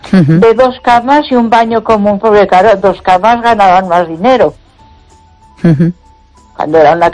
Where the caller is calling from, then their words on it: Castile and León, Spain; yo vivo, claro, yo vivo en León, mi marido también trabajaba aquí en León, entonces teníamos que estar aquí.